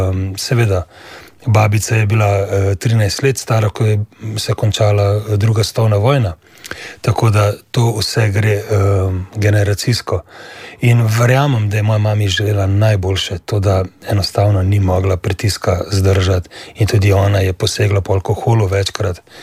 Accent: Ljubljana, Slovenia; born there; Ja, rodil sem se v Ljubljani kar nekaj let nazaj, bom rekel.

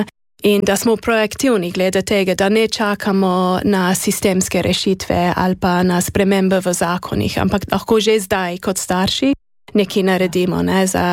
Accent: United Kingdom; Slovenian is a second language; now in Slovenia; jaz sem iz Velike Britanije

